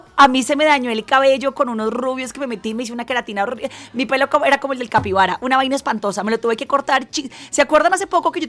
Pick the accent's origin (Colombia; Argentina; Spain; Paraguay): Colombia; Barranquilla, Atlántico; born there; Sofía Vergara, por cierto, es de Barranquilla, de donde es … de donde soy yo. Las tres nacimos en la misma ciudad. Yo ni la conozco, pero ahí nací.